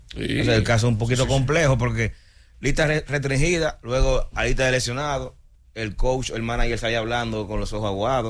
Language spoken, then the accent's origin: Spanish; Dominican Republic